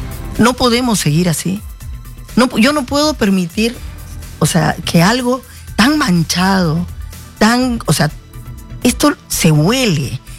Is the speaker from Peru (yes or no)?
yes; Peru; Yo como peruana